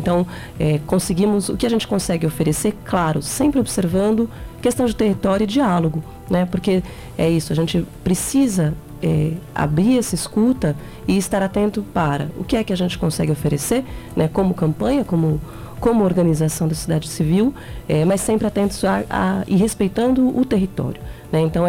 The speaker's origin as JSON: {"language": "Portuguese", "region": "São Paulo", "country": "Brazil", "accent": "paulista", "said": "Eu sou paulista."}